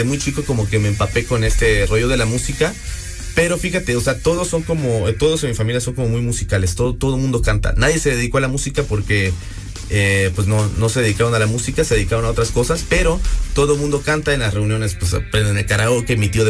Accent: Campeche, Mexico; moved away as an adult

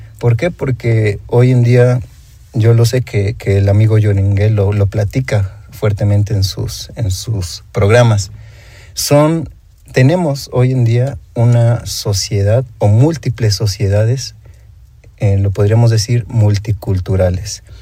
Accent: Mexico

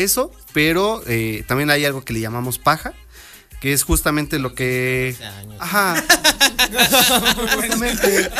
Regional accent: Nayarit, Mexico; Si no lo mencionamos, venimos de la Rivera Naya.

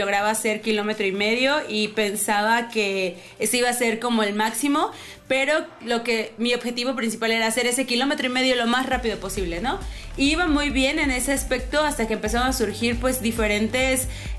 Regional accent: Tehuacán, Puebla, Mexico; yo tengo 37 años, soy de aquí de Tehuacán

